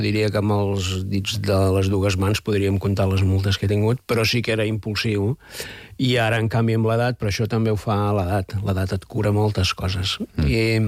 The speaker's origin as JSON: {"language": "Catalan", "area": "Sant Joan de les Abadesses", "region": "Catalonia", "country": "Spain", "said": "jo sóc de Can de Bano, ull, perquè he de dir que sóc de Can de Bano, que és important, i la Montserrat, la meva dona, és de Ripoll."}